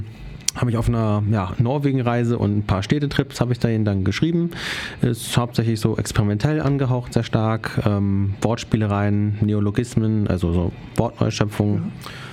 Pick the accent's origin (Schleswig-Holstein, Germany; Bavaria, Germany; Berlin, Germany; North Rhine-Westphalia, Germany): Schleswig-Holstein, Germany; Ich bin Schriftsteller und Lyriker, 27 Jahre alt. Ich komme aus der Nähe von Lübeck, ne, also da Schleswig-Holstein. Wohne dort in einem wunderschönen kleinen Dorf namens Ritzerau.